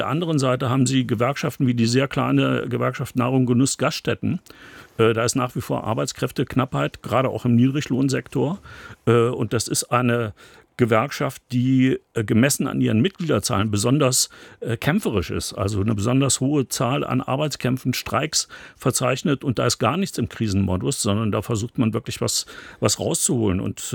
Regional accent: West Germany, Germany; moved away as an adult; now in Jena, Germany; bin ich als Wessi in Jena berufen worden

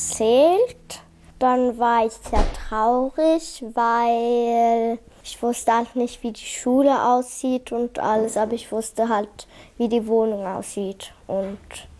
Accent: Falun, Dalarna County, Sweden; German is a second language; now in Leipzig, Germany; Also ich heiße … ich bin 9 Jahre alt und ich komme aus Schweden, in Falun. Und ich wohne in jetzt in einem Jahr in Leipzig, in Deutschland.

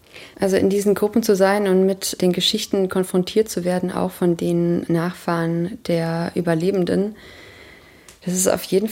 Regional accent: Germany; bin ich als Deutsche in so einer deutschen Position sozusagen mit israelischen Menschen in Kontakt gekommen

